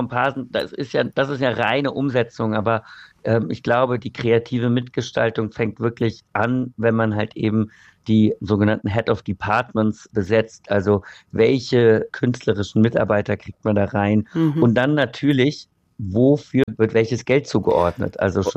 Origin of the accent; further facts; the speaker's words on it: Cologne, North Rhine-Westphalia, Germany; Also, ich bin gebürtiger Kölner